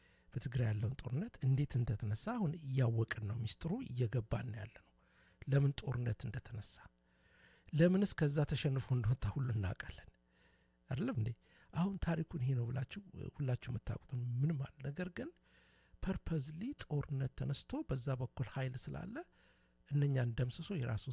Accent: Dire Dawa, Ethiopia; also born or lived in Addis Ababa / Jimma / Harar; የፈለገውን በኢትዮጵያ ውስጥ እኔ ድሬዳዋ ተወልጄ ነው ያደኩት። ወደ አዲስ አበባ መጣለሁ፣ ወደ ጅማ ሄዳለሁ፣ ድሬዳዋ፣ ሐረር ከሁሉ ብሔረሰብ ጋር ነው።

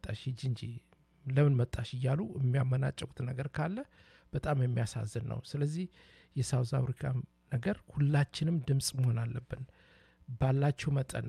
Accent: Dire Dawa, Ethiopia; እኔ ድሬዳዋ ውስጥ ተወልጄ ያደግኩ ነኝ።

